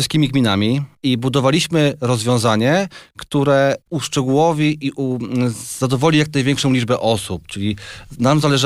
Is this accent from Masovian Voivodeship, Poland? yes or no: yes; Masovian Voivodeship, Poland; gminy Sochaczew, skąd pochodzimy